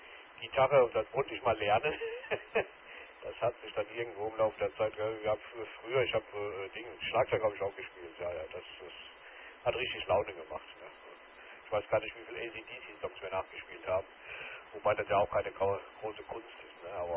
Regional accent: Mannheim, Baden-Württemberg, Germany; born there; da war ich noch in Mannheim, in meiner Geburtsstadt.

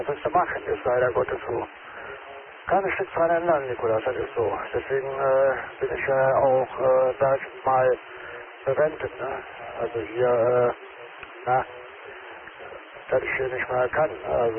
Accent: Northern Germany, Germany; accent: North German (Platt); Ja, das liegt an meinem norddeutschen Dialekt vielleicht. Das kann natürlich angehen, das weiß ich noch nicht. Ja gut, wie gesagt, ich komme aus dem Norden

